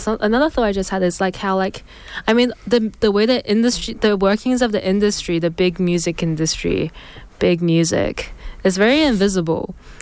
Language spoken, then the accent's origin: English; Canberra, Australian Capital Territory, Australia; I'm from Canberra.